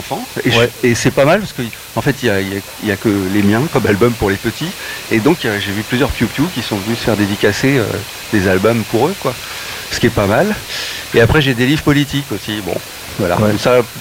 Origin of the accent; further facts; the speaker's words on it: Nantes, Pays de la Loire, France; moved away as an adult; j'ai quitté Nantes pour mes études, je suis allé à Paris